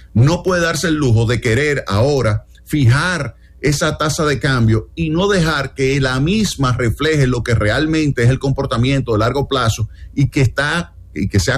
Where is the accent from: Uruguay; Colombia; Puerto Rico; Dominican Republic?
Dominican Republic; a mí como dominicano